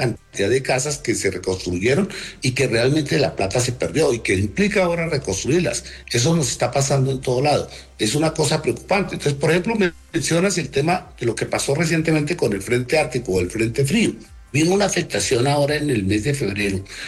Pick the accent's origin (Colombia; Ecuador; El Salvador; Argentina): Colombia; como colombianos hacemos una veeduría que esa ejecución se haga y se haga correctamente